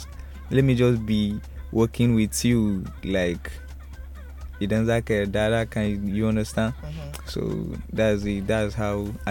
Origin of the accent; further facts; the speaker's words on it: Borno, Nigeria; now in Abuja, Nigeria; Oh, I'm from Borno State, but I based in ABJ with my family.